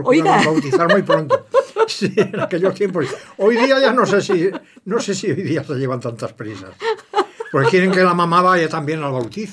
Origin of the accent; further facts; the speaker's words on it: Burgos, Castile and León, Spain; born there; Burgos, sí.